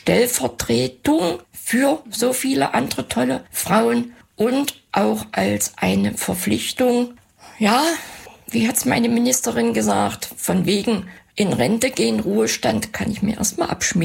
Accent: Halle, Saxony-Anhalt, Germany; Da ich einen Großteil meiner Kindheit im Umfeld von Halle verbracht habe, also in den Dörfern rund um Halle, erweiterter Speckgürtel

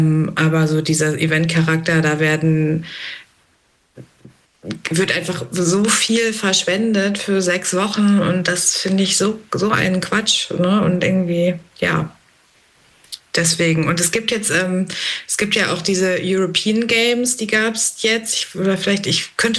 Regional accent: North Rhine-Westphalia, Germany; also ich bin in NRW aufgewachsen, und die haben wirklich großartige, also da gibt es Seen, da gibt es Sportstätten

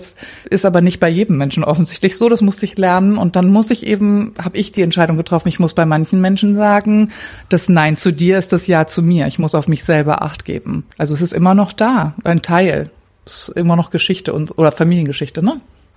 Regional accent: Cuxhaven, Lower Saxony, Germany; also born or lived in Hamburg; Ich bin eine Hamburgerin und dann in Cuxhaven groß geworden und habe mein Leben lang nur in Westdeutschland gelebt.

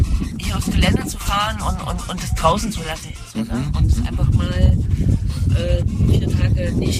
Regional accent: Halle, Saxony-Anhalt, Germany; also ich komme aus Halle und Sachsen-Anhalt

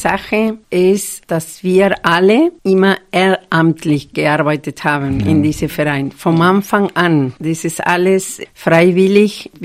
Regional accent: Argentina; German is a second language; weil ich komme aus Argentinien

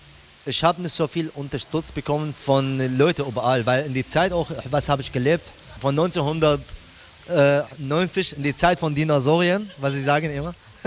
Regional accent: Iraq; German is a second language; moved away as an adult; now in Germany; ich bin hier in Deutschland seit 2015 und ich versuche schnell wie möglich einfach meine Heimat zu besuchen.

